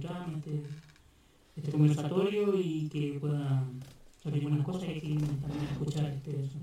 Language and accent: Spanish; San Juan de la Costa, Los Lagos, Chile; hoy día vengo acompañando a Imachi y también vengo de San Juan de la Costa, de Osorno